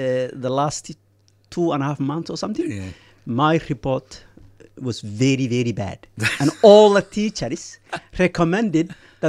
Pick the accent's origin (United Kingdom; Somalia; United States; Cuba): Somalia; moved away as an adult; I'm from Somalia